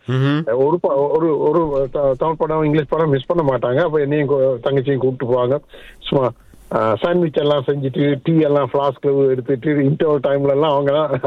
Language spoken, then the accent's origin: Tamil; Nawalapitiya, Central Province, Sri Lanka; born there; moved away; நாங்க இருந்தது நாவலப்டின் இடம்